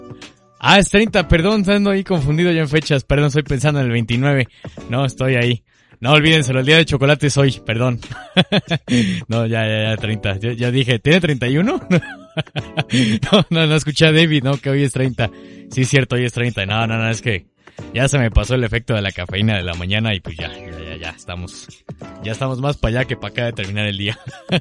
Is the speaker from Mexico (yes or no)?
yes; Mexico